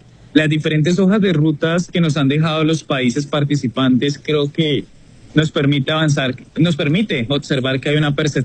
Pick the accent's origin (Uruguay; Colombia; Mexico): Colombia; nos permite como colombianos